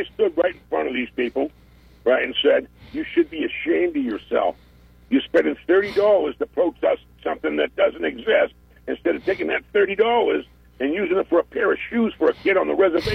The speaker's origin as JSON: {"language": "English", "region": "New England", "country": "United States", "said": "So I came here from New England. I was a New England fan for a long time, right?"}